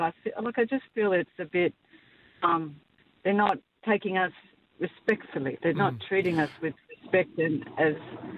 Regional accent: Australia; I feel as an Australian who comes from a different country.

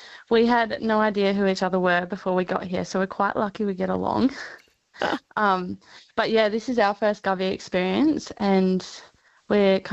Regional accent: Katherine, Northern Territory, Australia; No, so I'm from originally from Katherine.

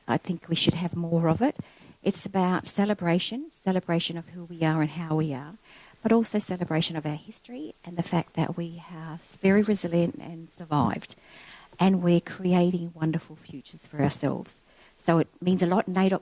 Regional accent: Darwin, Northern Territory, Australia; I'm actually born and raised in Darwin and my mob are from Borroloola, Garawa people and also Broome people, Jugan Yaru people.

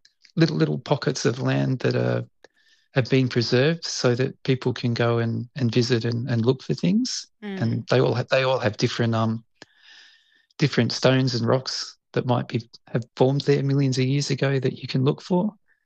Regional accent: Australia; I feel like it's just something more personal about it for me, being an Australian myself

